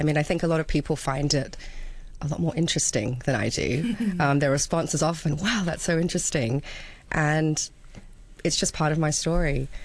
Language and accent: English; Hong Kong; adopted, and raised in Hong Kong. So I think my upbringing was pretty ordinary for an expat kid. I think I grew up in Hong Kong's golden era